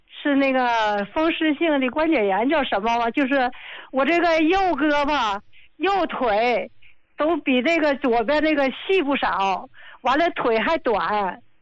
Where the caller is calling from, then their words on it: Qinhuangdao, Hebei, China; 我是秦皇岛的。